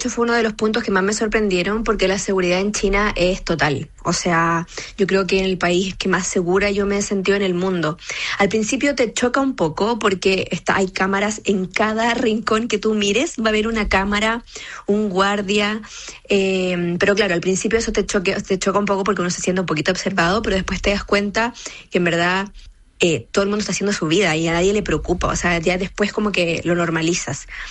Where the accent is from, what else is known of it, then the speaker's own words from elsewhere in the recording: Chile; moved away; also born or lived in New Zealand / Denmark / Germany / Austria; Salí de Chile en el año 2017, estuve viviendo en Nueva Zelanda 5 años, luego me fui a Europa, viví en Dinamarca, Alemania y Austria